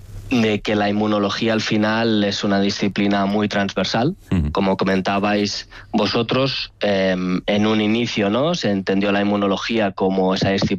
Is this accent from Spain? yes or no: yes; Barcelona, Catalonia, Spain; Para mí, yo soy de Barcelona. Estuve muchos años fuera en el extranjero formándome